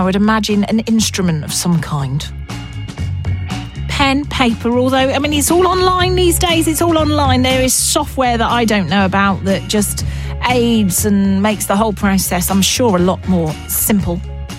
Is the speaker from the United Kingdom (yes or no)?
yes; England, United Kingdom; accent: southern; I am from the south, so a lot of the things I say are in southern parlance.